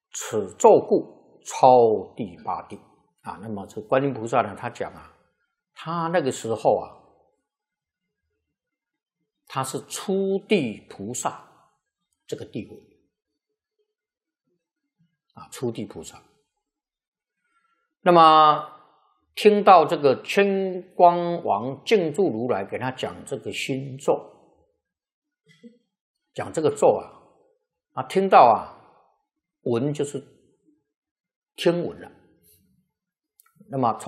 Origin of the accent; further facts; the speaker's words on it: Taiwan; 你看那个澳洲呢，跟我们台湾人口差不多啊